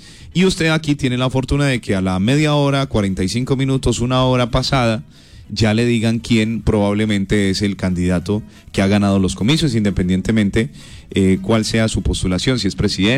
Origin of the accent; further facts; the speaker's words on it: Colombia; desde nuestro país